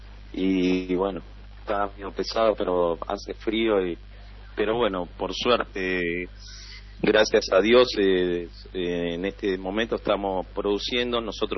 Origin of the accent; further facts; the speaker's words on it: Mariano Acosta, Buenos Aires Province, Argentina; Bueno, nosotros somos de Mariano Acosta, pertenecemos al municipio de Merlo.